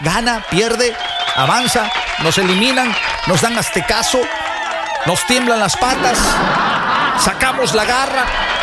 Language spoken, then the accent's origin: Spanish; Mexico; Discúlpenos, hermanos ecuatorianos, discúlpenos, pero creo que nos confunden. Somos México, no Argentina.